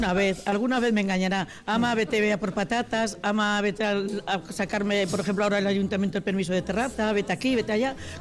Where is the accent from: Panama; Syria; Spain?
Spain; Galicia; moved away; yo soy gallega